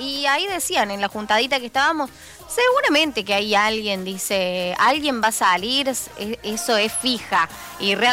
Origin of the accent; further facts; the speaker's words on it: Argentina; somos todos argentinos